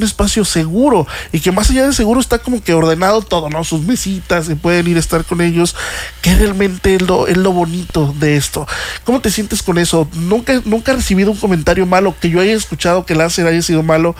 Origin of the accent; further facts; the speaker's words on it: Jalisco, Mexico; now in Cancún, Mexico; yo que soy de allá de Jalisco